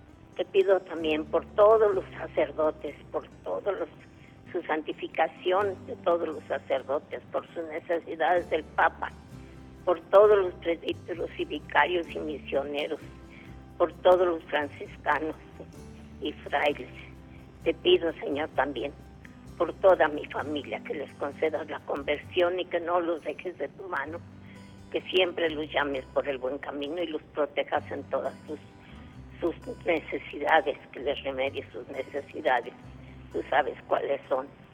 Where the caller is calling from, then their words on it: Zapopan, Jalisco, Mexico; De aquí, de Zapopan, Jalisco.